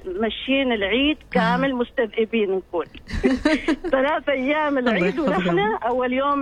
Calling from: Al Amerat, Muscat Governorate, Oman; الله يكلمكم ولاية العميرات.

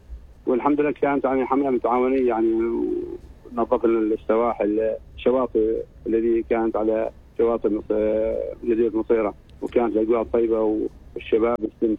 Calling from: Oman; وعماننا نظيفة دائما

